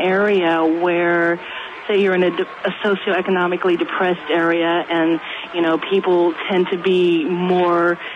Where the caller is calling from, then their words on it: San Francisco Bay Area, California, United States; calling from San Francisco Bay Area.